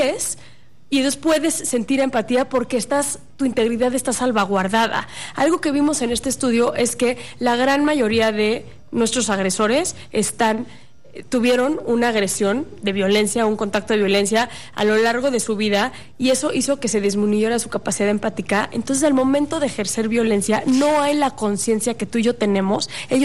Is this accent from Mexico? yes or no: yes; Mexico City, Mexico; Somos de la Ciudad de México